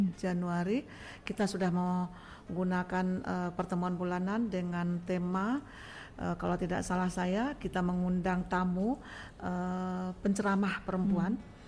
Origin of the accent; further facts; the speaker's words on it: West Sumatra, Indonesia; moved away; Jadi saat ini sudah lebih 6 bulan kami berada di Kabupaten Pesisir Selatan. Baik. Dan ini merupakan kampung halaman kami sendiri.